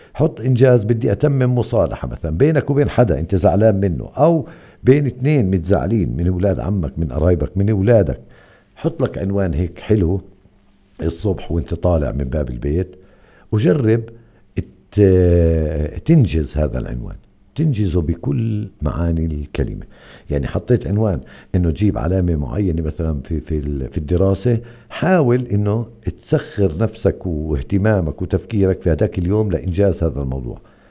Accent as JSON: {"language": "Arabic", "town": "Hebron", "region": "Hebron Governorate", "country": "Palestine", "said": "عندنا في الخليل"}